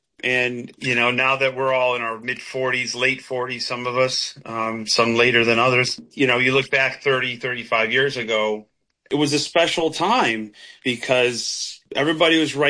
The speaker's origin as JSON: {"language": "English", "town": "Utica", "region": "New York", "country": "United States", "tie": "born or raised there", "said": "I grew up in Utica, New York, a little town equidistant from Buffalo and New York City. So it was right in the middle of the state."}